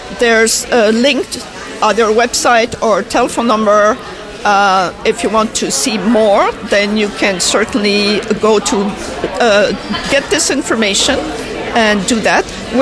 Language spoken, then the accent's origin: English; Saint-Pierre, St. Pierre & Miquelon; now in Newfoundland, Canada; I joined them because I'm from St. Pierre as well